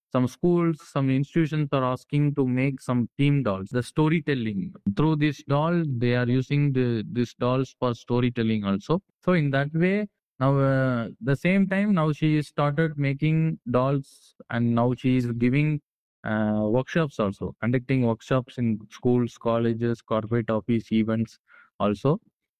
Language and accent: English; South India, India; we are from South India.